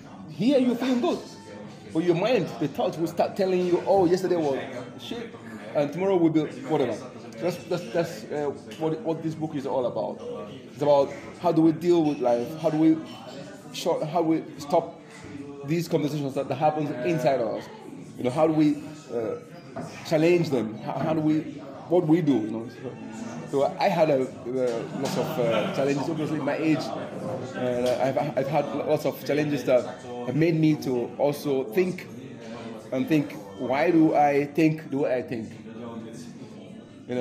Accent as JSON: {"language": "English", "country": "Nigeria", "tie": "born there", "second_language": "English", "moved": "as an adult", "said": "I was born in Nigeria. Igbo, born, been living here now since 1994, quite a long time."}